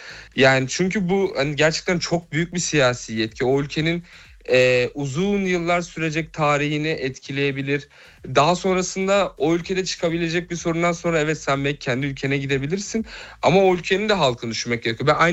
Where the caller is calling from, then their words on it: Bremen, Germany; Bremen'den bağlanıyorum size. Çok severek dinliyorum. Aynı zamanda Bremen Üniversitesi'nde bir öğrenciyim.